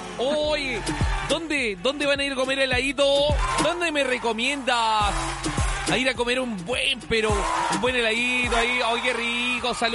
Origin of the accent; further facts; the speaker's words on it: Valdivia, Los Ríos, Chile; also born or lived in Temuco / Osorno / Puerto Montt / Valparaíso; now in Los Ángeles, Chile; yo soy de Valdivia, chiquillo.